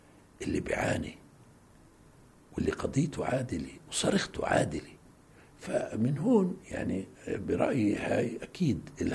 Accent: Palestine; كفلسطينيين في الوطن وفي الشتات

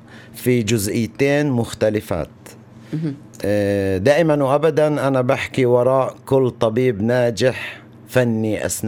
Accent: West Bank, Palestine; also born or lived in Italy; أنا جاي من إيطاليا كخريج، هذا شعبي وهذا وطني

